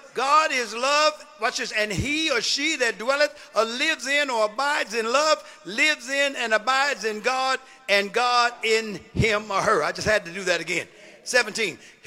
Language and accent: English; Oakland, California, United States; I'm from West Oakland.